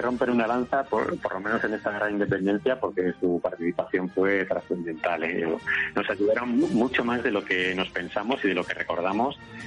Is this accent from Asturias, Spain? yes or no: no; Salamanca, Castile and León, Spain; Yo la verdad es que suelo ir mucho porque, como digo, soy de Salamanca y...